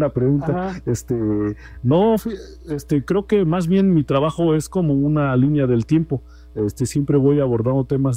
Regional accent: Oaxaca, Mexico; first language Mazatec; Spanish is a second language; un saludo en mi lengua materna, que es la lengua mazateca del estado de Oaxaca, principalmente en la Sierra Mazateca.

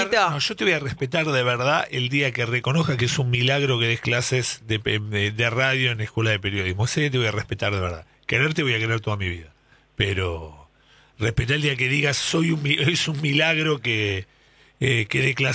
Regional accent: Argentina; A pesar de toda la euforia y todas las cosas que nos pasan, porque somos hincha de Boca y somos argentinos.

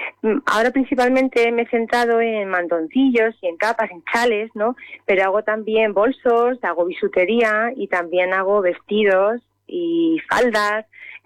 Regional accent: Castilla-La Mancha, Spain; soy manchega, a mucha honra, por supuesto, con mucho orgullo, pero siempre me ha tirado mucho el tema andaluz, me encanta Andalucía, y siempre digo de broma que seré manchega, pero mi madre siempre me dice que se nota que soy fabricada en Andalucía

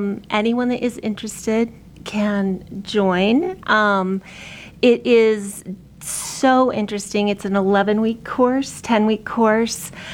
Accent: Utah, United States; I was born and raised in Utah, left for a while, and came back. So I have been in the Park City area for the last 6 years.

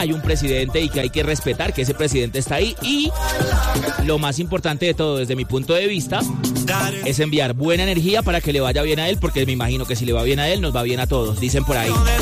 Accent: Colombia

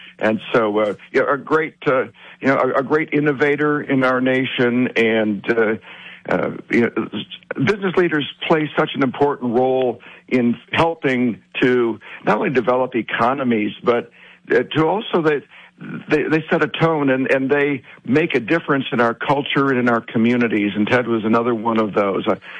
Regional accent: Grand Rapids, Michigan, United States; the idea that he would be in my hometown

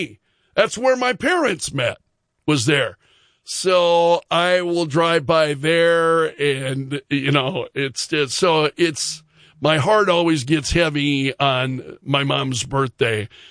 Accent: Sioux Falls, South Dakota, United States; My folks are both from Sioux Falls. This is my hometown.

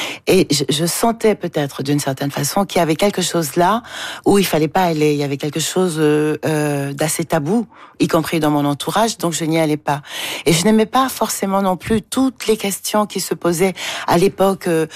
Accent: Douala, Littoral, Cameroon; Alors, à l'endroit où j'ai grandi à Douala, la littérature africaine n'était pas très disponible, à vrai dire.

